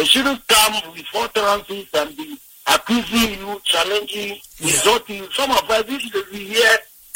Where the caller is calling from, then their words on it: Ghana; To my fellow Ghanaians.